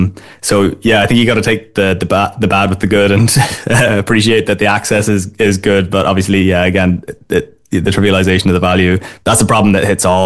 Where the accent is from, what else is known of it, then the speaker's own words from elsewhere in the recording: Northern Ireland, United Kingdom; moved away as an adult; also born or lived in Cork; now in Dublin, Ireland; Yeah, so I'm from Fermanagh originally, but I've been living in Dublin basically since college. I took a year abroad and lived in Cork for a year.